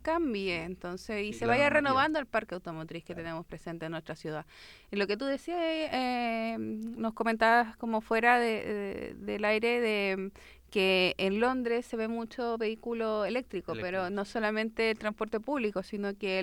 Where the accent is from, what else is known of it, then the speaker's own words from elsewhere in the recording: San Bernardo, Santiago Metropolitan Region, Chile; que yo soy de allá, tú sabes que yo soy vecina de San Bernardo.